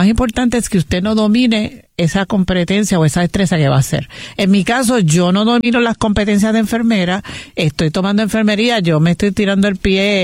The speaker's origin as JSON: {"language": "Spanish", "region": "San Juan", "country": "Puerto Rico", "said": "soy una mujer puertorriqueña del barrio Caimito de Río Piedras."}